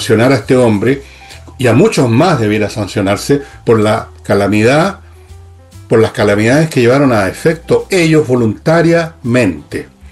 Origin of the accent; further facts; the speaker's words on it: Chile; aquí somos serios, los chilenos somos serios, los políticos somos serios